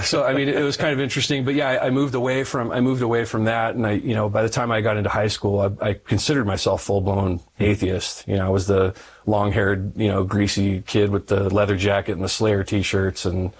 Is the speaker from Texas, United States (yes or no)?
no; California, United States; I grew up in the San Bernardino Mountains in Southern California, and I'd moved to San Diego